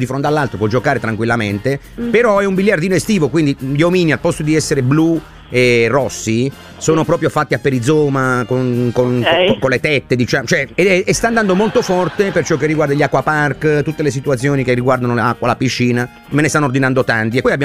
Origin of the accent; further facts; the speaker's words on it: Apulia, Italy; io sono meridionale, sono pugliese